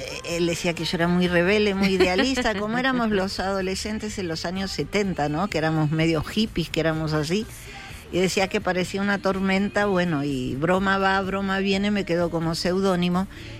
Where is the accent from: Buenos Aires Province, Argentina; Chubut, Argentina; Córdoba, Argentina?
Buenos Aires Province, Argentina; Paso del Rey; Yo crecí en un pueblo en Paso del Rey, que queda más o menos a 30 kilómetros de la ciudad de Buenos Aires.